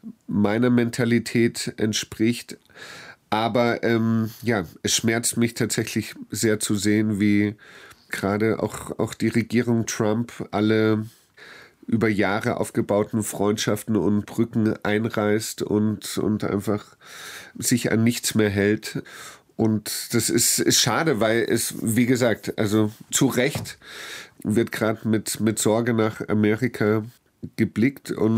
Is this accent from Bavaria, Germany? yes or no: yes; Munich, Bavaria, Germany; also born or lived in Los Angeles / Gilching; meine bewussten Erinnerungen meiner Kindheit sind dann in München, erst in Unterföhring und dann in der Ungarer Straße.